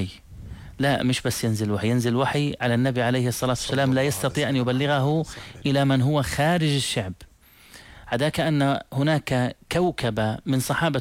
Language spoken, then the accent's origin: Arabic; Jordan; أنا من الأردن الأردن بجانب فلسطين